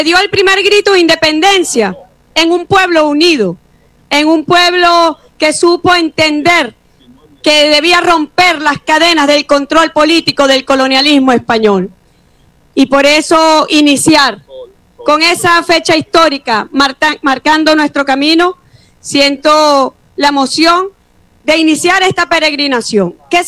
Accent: Venezuela; Yo se lo pido aquí como venezolana

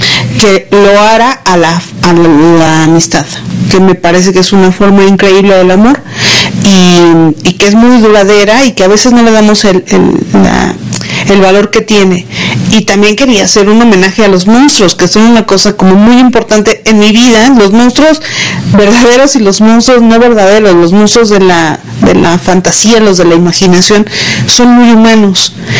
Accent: Mexico; Yo soy mexicana, vivo aquí

